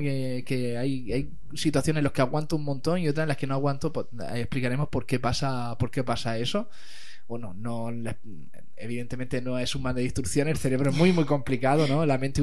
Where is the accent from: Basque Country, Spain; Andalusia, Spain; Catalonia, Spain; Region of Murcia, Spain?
Region of Murcia, Spain; Las Torres de Cotillas; Yo que soy torreño, que soy de las Torres de Cotillas